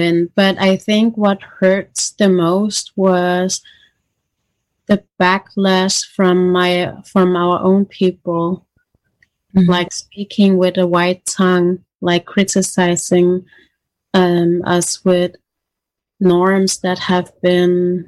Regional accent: Greenland; we are from Greenland

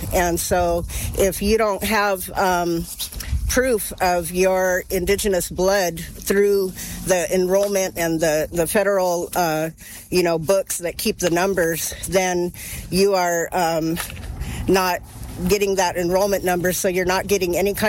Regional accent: Santa Ynez, California, United States; I'm from the Chumash and Kuya tribes of Southern California from San Ynez Reservation.

